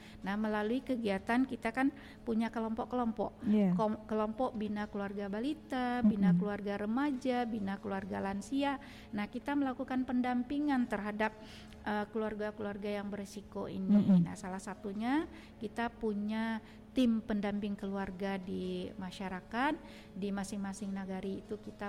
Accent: West Sumatra, Indonesia; di tengah-tengah masyarakat kita, Minang ini

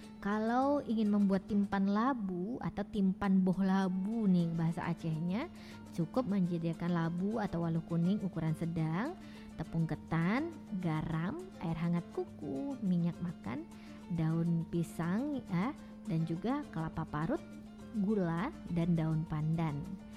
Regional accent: West Sumatra, Indonesia; lape kalau kita orang Minang bilang

